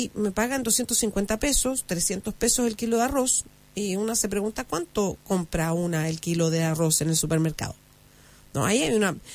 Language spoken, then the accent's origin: Spanish; Chile; nosotros, como chilenos y chilenas, que éramos productores de azúcar, dejamos de producir azúcar.